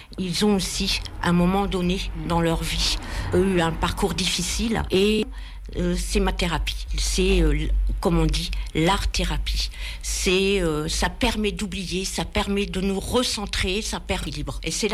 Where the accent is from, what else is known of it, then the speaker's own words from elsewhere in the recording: Arras, Hauts-de-France, France; moved away as an adult; also born or lived in Poitiers; Dans mon parcours, je suis partie 20 ans vivre sur Poitiers. Mais ma région, Arras, ma ville, mon beffroi